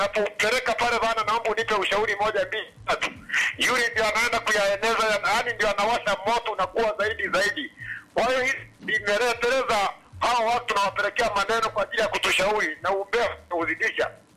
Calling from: Bushigoma, Tanzania; Dada, mimi natokea Konda Bushigoma … napiga simu kutoka Bushigoma kwa Tore.

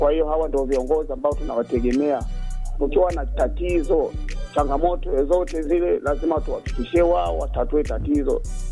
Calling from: Malindi, Kilifi County, Kenya

